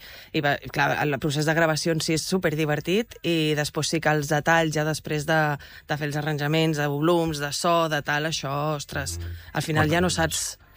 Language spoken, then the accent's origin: Catalan; Premià de Mar, Catalonia, Spain; born there; jo formada des de petita aquí a l'Escola de Música d'aquí de Premià